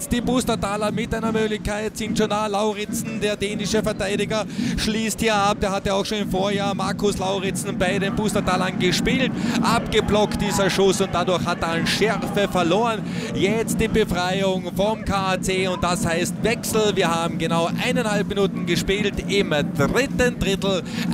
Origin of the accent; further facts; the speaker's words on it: Austria; Jakob würde es bei uns in Österreich heißen.